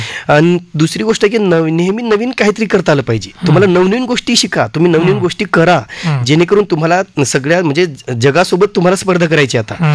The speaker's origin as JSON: {"language": "Marathi", "town": "Chinchordi", "region": "Maharashtra", "country": "India", "tie": "born or raised there", "said": "माझं गाव आहे कळमनुरी, म्हणजे हिंगोली जिल्ह्यातील कळमनुरी तालुक्यातील चिंचोरडी हे माझं मूळ गाव आहे आणि तिथूनच माझी सगळ्या गोष्टींची सुरुवात झालेली होती."}